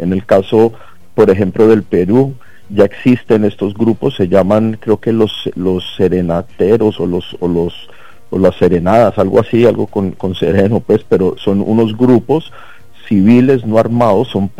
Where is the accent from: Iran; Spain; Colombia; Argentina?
Colombia; hablando como colombiano